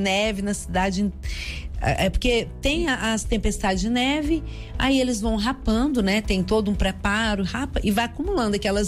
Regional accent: Goiânia, Goiás, Brazil; moved away as an adult; Comedora de piqui, amo minha terra. Eu também amo Goiânia. Amo Goiânia. Mas, com recém-casada, eu fui para os Estados Unidos.

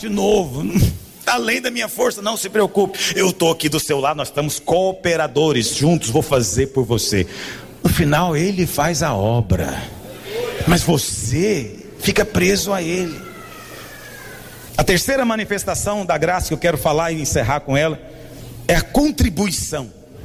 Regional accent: Goiás, Brazil; Eu sou goiano, eu falo dá conta, né?

